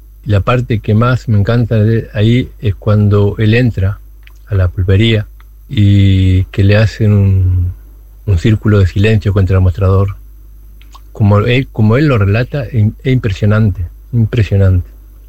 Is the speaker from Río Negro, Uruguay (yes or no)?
no; Tacuarembó, Uruguay; yo soy de Tacuarembó